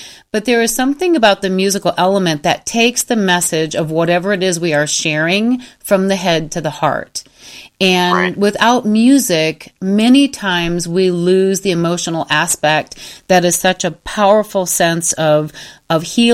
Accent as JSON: {"language": "English", "region": "Michigan", "country": "United States", "tie": "born or raised there", "lives_now": "Arizona, United States", "said": "but I've been in Arizona for many, many years, but Michigan is still my home state."}